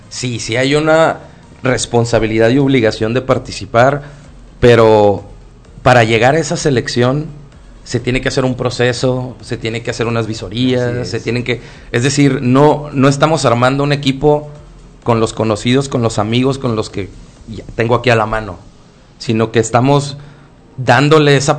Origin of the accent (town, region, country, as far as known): Mazatlán, Sinaloa, Mexico